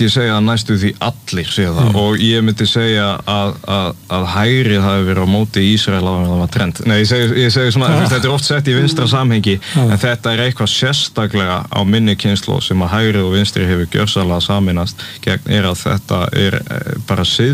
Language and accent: Icelandic; Southern Region, Iceland; ég er úr Grímsnesinu, ég bjó í gullna hringnum